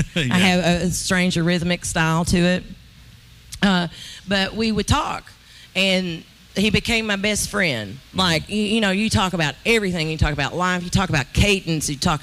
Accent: Kentucky, United States; We're from Eastern Kentucky.

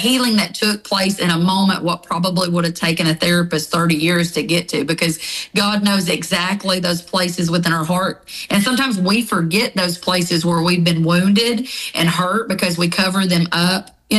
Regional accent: Tennessee, United States; now in Scottsville, United States; So I'm originally from Tennessee, but I have been in Kentucky the last 19 years. I came to Kentucky whenever I was actually arrested.

